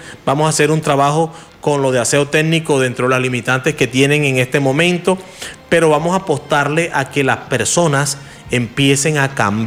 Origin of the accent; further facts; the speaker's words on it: Maicao, La Guajira, Colombia